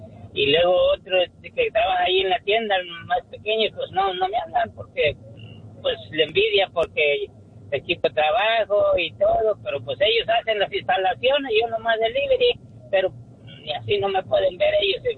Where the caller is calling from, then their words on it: Los Angeles, California, United States; De aquí, de Los Ángeles.